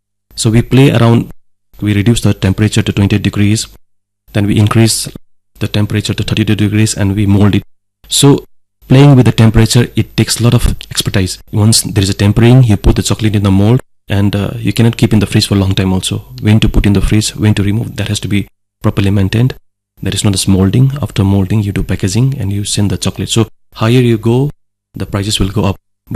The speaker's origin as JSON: {"language": "English", "region": "Sikkim", "country": "India", "moved": "as an adult", "lives_now": "Nagaland, India", "said": "I'm from Sikkim, and Sikkim and Darjeeling is quite near. It's tea growing place."}